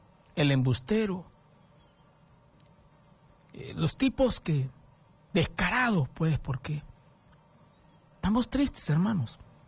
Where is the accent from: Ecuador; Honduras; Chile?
Honduras; Nosotros como hondureños estamos pagando la corrupción.